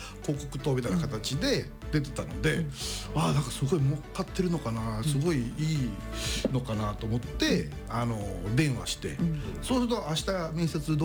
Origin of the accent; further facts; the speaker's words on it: Shikoku, Japan; 僕四国の出身なんだけども